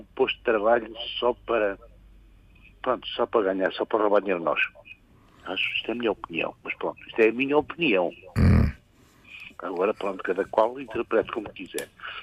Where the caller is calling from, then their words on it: Azeitão, Setúbal, Portugal; Eu sou daqui da zona da Azeitão.